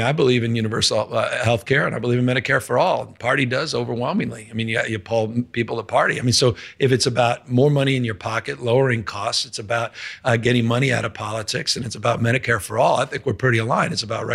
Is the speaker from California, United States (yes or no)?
yes; California, United States; Maybe it's because I'm from the Bay Area. Maybe it's because from California.